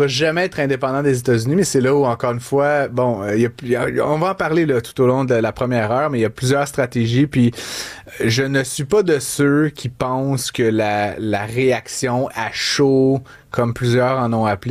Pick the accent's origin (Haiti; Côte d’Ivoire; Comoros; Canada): Canada; Quebec; on est Québécois, nous